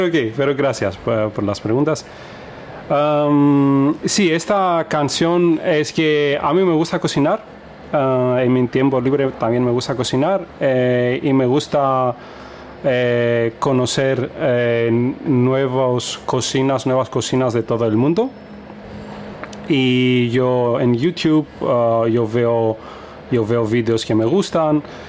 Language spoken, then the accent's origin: Spanish; Greece; Spanish is a second language; moved away as an adult; now in Stuttgart, Germany; soy de Grecia. Llevo más o menos 8 años viviendo en Stuttgart.